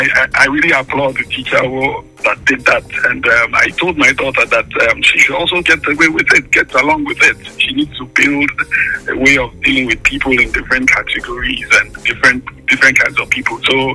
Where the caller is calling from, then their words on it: Port Harcourt, Rivers, Nigeria; From Ada George